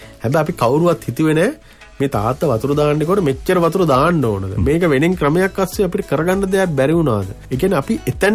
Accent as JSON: {"language": "Sinhala", "town": "Monaragala", "region": "Uva Province", "country": "Sri Lanka", "tie": "born or raised there", "said": "මගේ කුඩා කාලයේ සම්පූර්ණ මම තිටි මොන්රාගල අපේ ගෙදර පිටිපස්සේ කුඹුරිය ආයත් තිබුණා."}